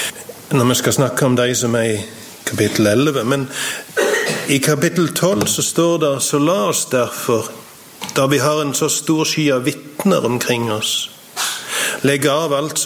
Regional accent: Sokndal, Rogaland, Norway; moved away as an adult; also born or lived in Indonesia; now in Stavanger, Norway; Så kommer jeg opprinnelig fra Sokndal.

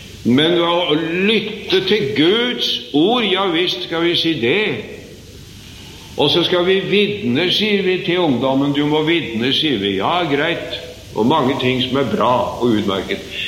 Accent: Sarpsborg, Østfold, Norway; I min hjemby i Sarpsborg, det var ikke så flust med penger og all verdens ting den gang som det er nå

